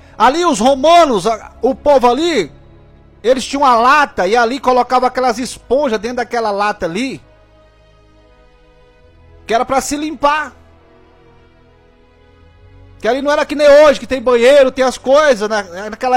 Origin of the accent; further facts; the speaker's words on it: Tocantins, Brazil; also born or lived in Goiás; Falei igual mineiro agora, né? Apesar de ser goiano, né? Eu sou lá, eu sou do natural do Tocantins